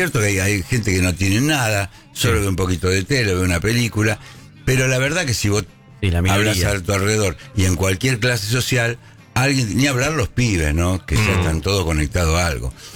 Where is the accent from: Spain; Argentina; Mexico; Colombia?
Argentina; como medio argentina, ¿viste? Que somos